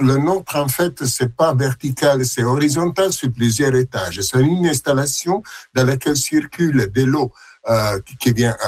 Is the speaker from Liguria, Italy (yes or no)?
no; Milan, Lombardy, Italy; moved away as an adult; also born or lived in Orléans, France; now in Canada; Je suis né à Milan, même à Milan-Ville. J'ai vécu dans cette grande ville, et à un certain point, j'ai migré en France et j'ai habité à Orléans. Donc, plus petit que Milan